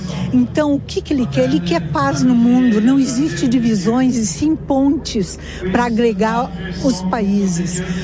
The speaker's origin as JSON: {"language": "Portuguese", "country": "Brazil", "tie": "born there", "said": "Eu nasci no Brasil, mas eu venho de propósito uma vez por ano a Lourdes"}